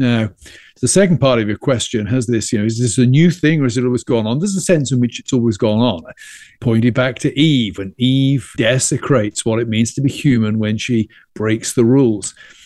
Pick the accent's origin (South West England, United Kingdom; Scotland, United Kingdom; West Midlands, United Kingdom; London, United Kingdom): South West England, United Kingdom; My background is I grew up in England, the West Country of England, over in Gloucestershire.